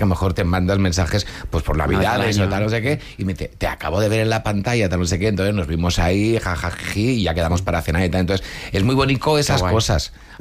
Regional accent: Barcelona, Catalonia, Spain; moved away as an adult; now in Madrid, Spain; por ejemplo, yo soy de Barcelona, me vine a Madrid con 18 años.

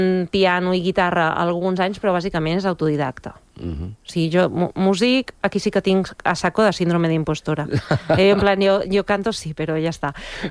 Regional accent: Balearic Islands, Spain; born there; accent: Majorcan; first language Central Catalan; also born or lived in Barcelona; pare madrileny, mare catalana, i jo i ma germana vam néixer a Mallorca. Llavors, a casa s'ha parlat sempre castellà i català central, però de portes a fora hem parlat sempre mallorquí. Llavors, jo, la que trepitjo la illa, doncs, xer mallorquí, i amb els meus amics xer mallorquí

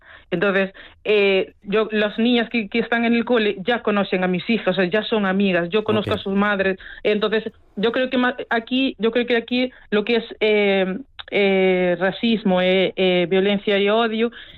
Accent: Cape Verde; now in Burela, Spain; normalmente nosotros, que somos de allí, cuando vamos, salimos de Burela en autobús, vamos a Portugal

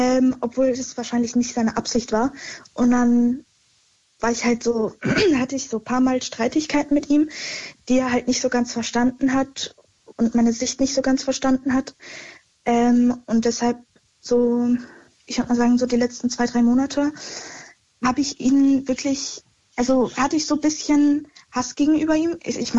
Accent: Germany; also born or lived in Vienna, Austria; weil ich wurde in Wien geboren und meine Eltern haben sich geschieden und dann sind wir nach Deutschland gezogen.

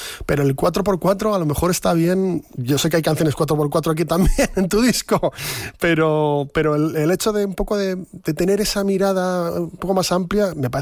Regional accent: Buenos Aires, Argentina; born there; lo cierto es que nací en Buenos Aires y la chacarera como buen ritmo rioplatense, pues también me llega

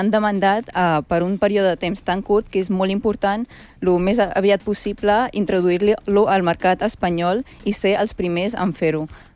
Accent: Moscow, Russia; Catalan is a second language; now in Spain; De Rússia, de Moscou.

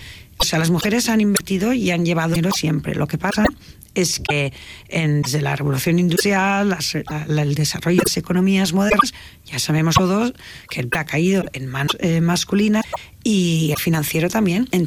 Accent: Tarragona, Catalonia, Spain; soy de Tarragona y de Bella por parte de padre, un pisito maravilloso en Cañón, en el Bajo Aragón, la frontera que es el sur de Cataluña, el norte de Valencia y el sur de Aragón.

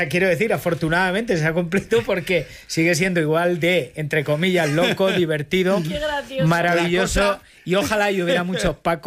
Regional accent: Montiel, Castilla-La Mancha, Spain; moved away; yo recuerdo por qué salí, cuando salí de Montiel, mi pueblo y el vuestro, a partir de ahora, yo salí a jugar.

